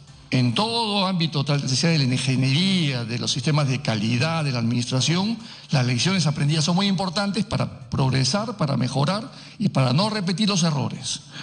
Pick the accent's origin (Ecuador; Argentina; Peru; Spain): Peru; Somos los peruanos llamados a hacerlo.